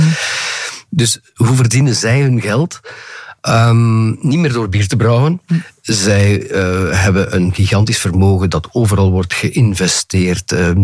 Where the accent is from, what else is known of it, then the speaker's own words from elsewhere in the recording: Flanders, Belgium; ik als Limburger